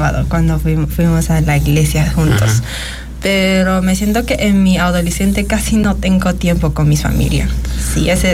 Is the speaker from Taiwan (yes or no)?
yes; Taiwan; Spanish is a second language; now in Mexico; Y soy de Taiwán. Y estoy en México, pues, con mis papás. Ellos vienen a trabajar aquí